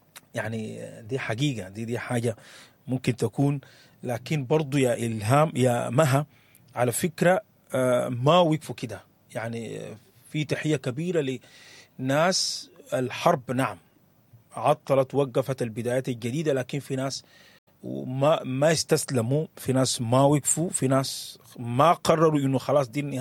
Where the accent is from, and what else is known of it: Sudan